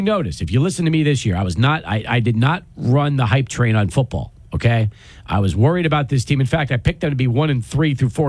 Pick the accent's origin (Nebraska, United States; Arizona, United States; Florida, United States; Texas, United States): Texas, United States; El Paso; I've grown up in that building. We moved here in 78.